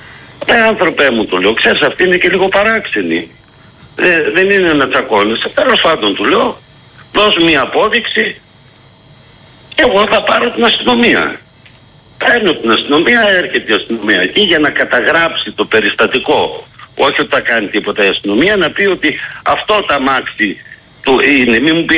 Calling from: Greece; Καταρχήν ζούμε στην πιο διαφθαρμένη χώρα του κόσμου, πιστεύω.

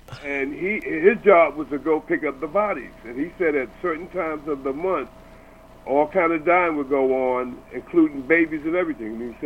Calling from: New York City, New York, United States; I'm calling from Harlem.

